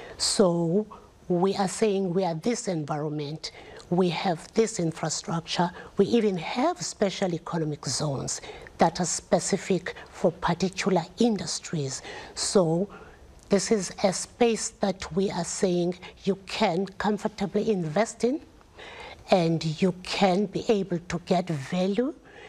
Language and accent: English; South Africa; now in South Korea